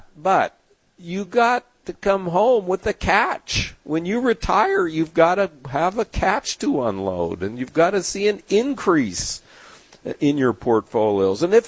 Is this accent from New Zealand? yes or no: no; San Diego, California, United States; my years growing up in San Diego